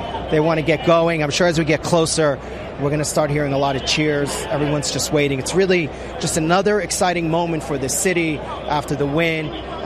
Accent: New York City, New York, United States; I grew up in Brooklyn too.

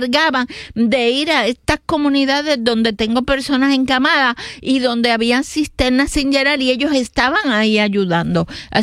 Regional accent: Loíza, Puerto Rico; mis loiseños

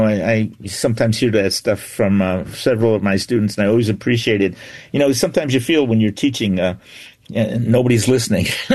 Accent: Chicago, Illinois, United States; Well, I grew up in the 14th Ward. I grew up in Eddie's Ward. And I lived in the 13th Ward, Madigan's Ward, for a while.

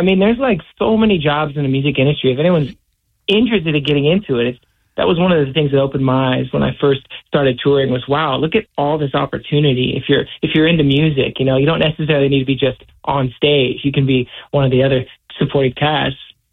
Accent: Hawaii, United States; also born or lived in Seattle; When I moved to Hawaii when I was, summer before fifth grade. So I was actually born in Seattle.

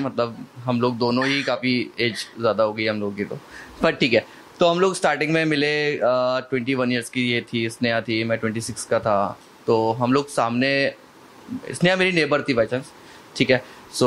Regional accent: Guna, Madhya Pradesh, India; दोनों हम लोग एक चीज़ अच्छी है कि हम दोनों एमपी से हैं, ठीक है. तो एमपी से हैं, मैं गुना से हूँ

